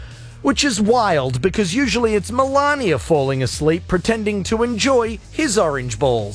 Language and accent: English; Gold Coast, Queensland, Australia; A Tasmanian devil is still on the loose on the Gold Coast. My hometown, baby!